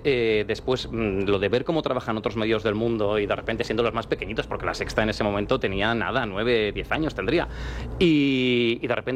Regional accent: Vitoria-Gasteiz, Basque Country, Spain; Sí, sí, yo soy de Vitoria.

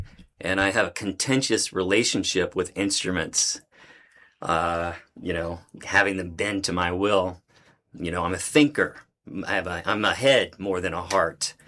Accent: Southern United States, United States; I grew up in the Pentecostal Southern Bible Belt in a bit of a, I'm going to say cult-like environment

